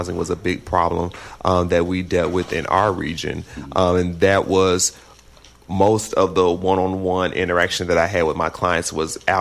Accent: Memphis, Tennessee, United States; I am, and I'm sure we'll get into it, but I'm from Memphis, Tennessee.

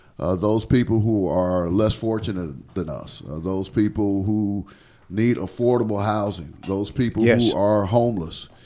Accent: Riceville, Arkansas, United States; now in Little Rock, United States; I'm from Riceville, and when I was young, the Economic Opportunity Agency, EOA, had a summer youth program that employed youth like me when I was 14, 15 years old

